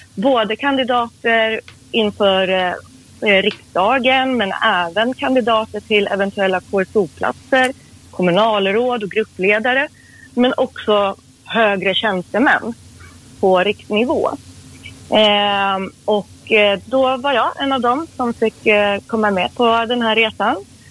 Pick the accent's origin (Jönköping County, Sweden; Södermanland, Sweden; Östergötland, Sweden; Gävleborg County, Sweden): Gävleborg County, Sweden; Gävle; born or raised there; also born or lived in Iran / Sandviken / Stockholm